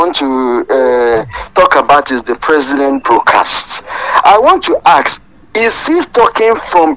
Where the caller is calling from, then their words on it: Apata, Oyo, Nigeria; calling from Apata.